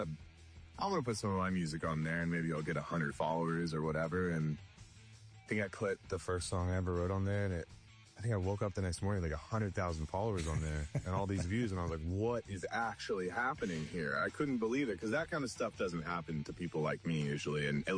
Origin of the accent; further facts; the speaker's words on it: Texas, United States; I grew up in Texas, and I had taken a job offer in Fort Wayne, Indiana